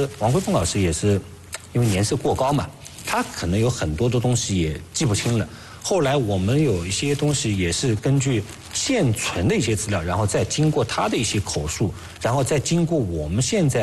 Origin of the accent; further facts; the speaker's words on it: Hangzhou, Zhejiang, China; 我的一个先天优势就是我是杭州人， 那杭州人他这个武林调，他就是得说杭州话。